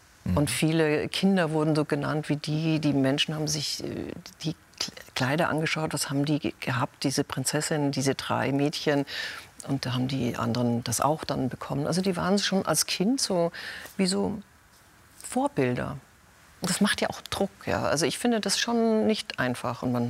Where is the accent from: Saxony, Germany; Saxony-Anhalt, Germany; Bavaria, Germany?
Bavaria, Germany; weil meine Mutter ist ja sehr früh aus Schweden weg und hat dann meinen Vater kennengelernt. Und wir sind ja in Deutschland groß geworden.